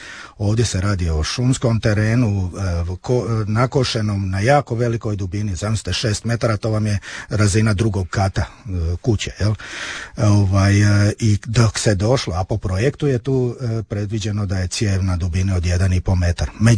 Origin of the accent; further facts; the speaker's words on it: Vrpolje, Croatia; Ja to područje poznajem, jer ja sam iz Vrpolja, pa poznajem područje, to spada pod Vrpolje.